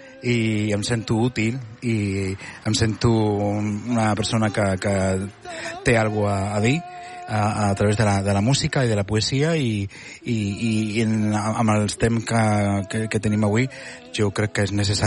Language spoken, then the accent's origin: Spanish; Badalona, Catalonia, Spain; aunque nací en Badalona, crecí en un barrio muy andaluz, ¿no? Entonces no era mi día a día el catalán.